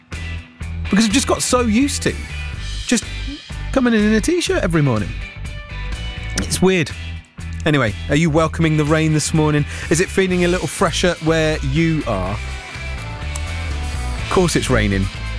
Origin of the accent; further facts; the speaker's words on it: United Kingdom; And what is it about being British that means you have to aggressively offer a hot drink every 30 minutes to a builder or workman?